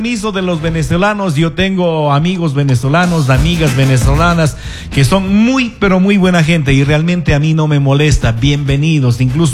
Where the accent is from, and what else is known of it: Cuenca, Azuay, Ecuador